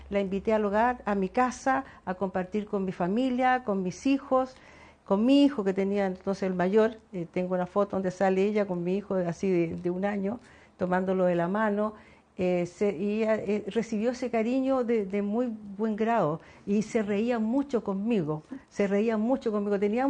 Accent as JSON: {"language": "Spanish", "town": "Punta Arenas", "region": "Magallanes and Chilean Antarctica", "country": "Chile", "tie": "born or raised there", "said": "nacida en la bahía de Punta Arenas, mujer"}